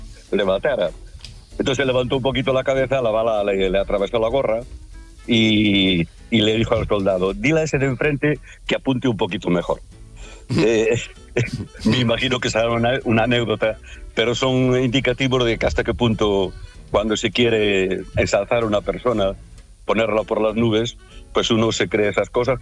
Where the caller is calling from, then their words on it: Galicia, Spain; yo soy gallego